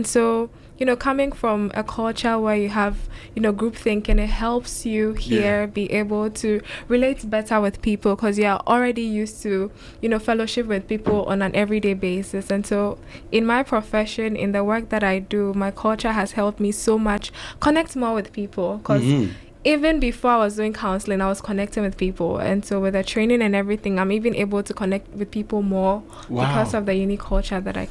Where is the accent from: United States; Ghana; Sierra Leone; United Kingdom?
Ghana; I'm from Ghana.